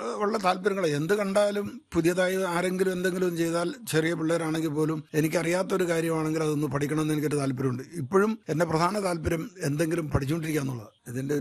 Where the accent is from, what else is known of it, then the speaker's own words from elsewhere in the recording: Pala, Kerala, India; moved away as an adult; now in Ernakulam, India; ഞങ്ങൾ നല്ല കൃഷി കുടുംബത്തിൽ നിന്നാണ്. പഠിക്കാനും ജോലിക്കും ഒക്കെ ആയിട്ട് ഇന്ത്യ മുഴുവനും കറങ്ങി. വർഷങ്ങളായിട്ട് പാലാ വിട്ടെങ്കിലും നമ്മുടെ ആ പാരമ്പര്യം കുറച്ച് ഉള്ളിൽ കിടക്കുമല്ലോ. അങ്ങനെ എറണാകുളത്ത് താമസമായിട്ട് ഇപ്പം 35 വർഷത്തോളമായി.